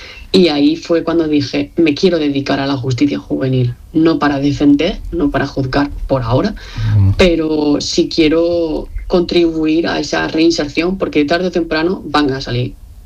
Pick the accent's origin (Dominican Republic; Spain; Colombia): Spain; Marbella, Andalusia; Yo soy de Marbella, ciudad, pueblo, depende de cómo se mire, y es pequeño, tiene 150.000 habitantes con respecto a otras ciudades, ¿no?